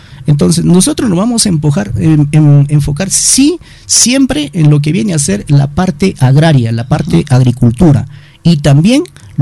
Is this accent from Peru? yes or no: yes; Peru; yo quiero regalar mis mejores años al servicio de mi pueblo, de mi distrito de Gallipampa.